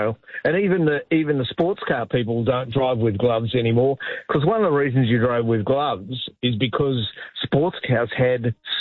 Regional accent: Sydney, New South Wales, Australia; I grew up in and around Sydney

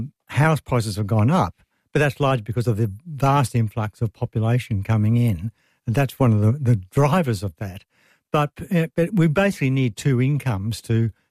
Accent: Ipswich, Queensland, Australia; Now, I was brought up in Ipswich

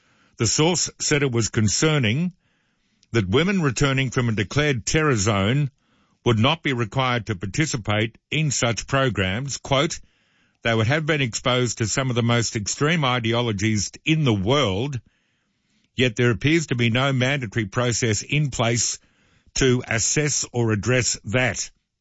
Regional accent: Australia; here in Little Love, we've won the lottery of life because we're Australian.

